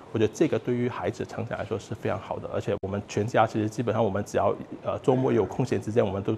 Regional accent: Macau; moved away as an adult; now in Hengqin, China; 因为我从小是在澳门长大的，澳门大家都知道是一个地少人多的一个地方，它人口密度是全世界排在前列的这样一个城市

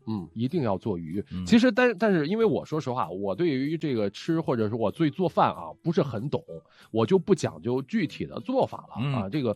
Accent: Qingdao, Shandong, China; moved away; 我们青岛话叫半过色儿

